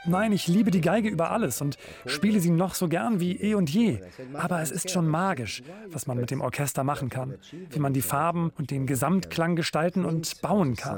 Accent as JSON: {"language": "German", "town": "Chambéry", "region": "Auvergne-Rhône-Alpes", "country": "France", "tie": "born or raised there", "said": "Ich habe mit 19 mein erstes Festival geplant in meiner Heimatstadt Chambéry."}